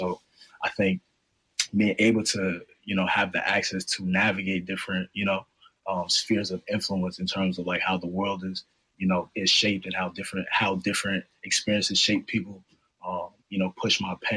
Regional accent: New York City, New York, United States; moved away as an adult; growing up in Harlem

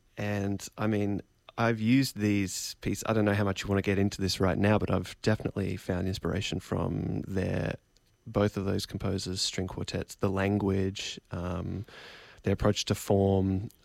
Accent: Australia; wanted to write a piece of music that expressed something of the landscape of my home country, Australia

